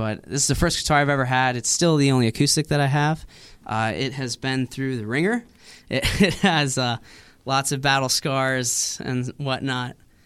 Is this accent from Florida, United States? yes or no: no; Pennsylvania, United States; also born or lived in Long Island, New York; I grew up in Western Pennsylvania. I was born in Long Island. My parents are from all around the world, so I do a lot of traveling as well.